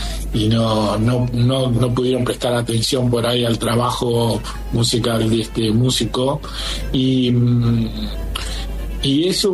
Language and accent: Spanish; Caseros, Buenos Aires Province, Argentina; era de Caseros, donde yo nací.